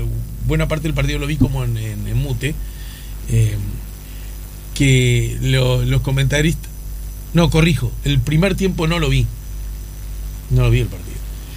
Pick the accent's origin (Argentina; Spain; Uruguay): Uruguay; Es la que más me gusta a mí, la camiseta, porque soy de Uruguay, claro.